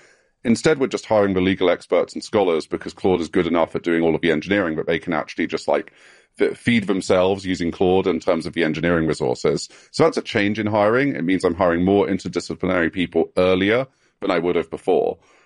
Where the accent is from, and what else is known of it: England, United Kingdom